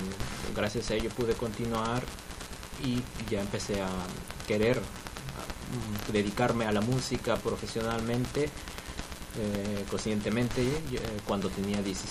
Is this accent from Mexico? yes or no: no; Peru; me fui a regresé a Perú, donde trabajo.